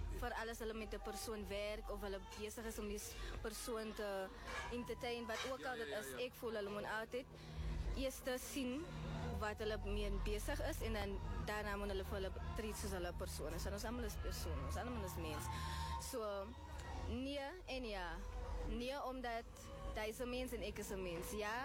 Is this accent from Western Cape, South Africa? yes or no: yes; Cape Town, Western Cape, South Africa; Ek is van Makassar in die Kaapstad.